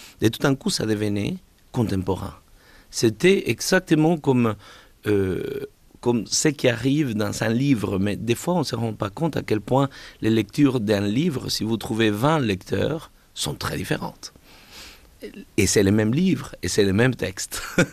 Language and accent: French; Argentina; now in Geneva, Switzerland; je viens de l'Argentine